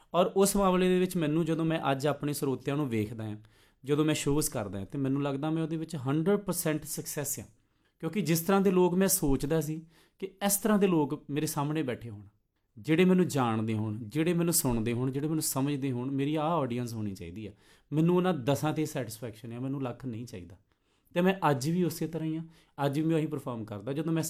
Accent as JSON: {"language": "Punjabi", "region": "Punjab", "country": "India", "tie": "born or raised there", "said": "ਮੈਂ ਤਰਨ ਤਾਰਨ ਜ਼ਿਲ੍ਹੇ ਦਾ, ਉਹ ਬਿਲਕੁਲ ਬਾਰਡਰ 'ਤੇ ਸਾਡਾ ਪਿੰਡ ਆ, ਹੈ ਨਾ"}